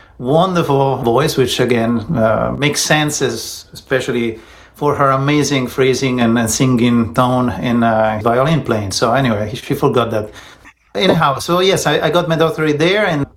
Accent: Rome, Lazio, Italy; moved away; I was born in Rome, Italy

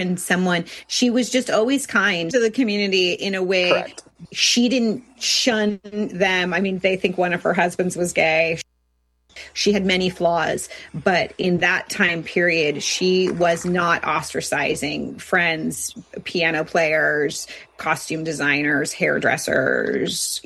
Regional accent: San Francisco, California, United States; I grew up in San Francisco

